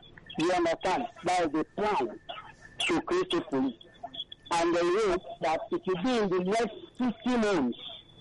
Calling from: Nigeria; I'm calling from Abaranjo, Nikosu.

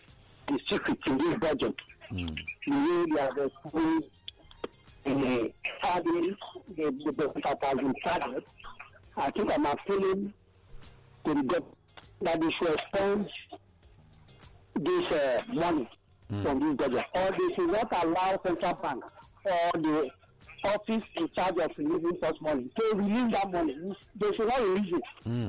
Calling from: Abuja, Federal Capital Territory, Nigeria; I'm calling from Abuja, Democracy.

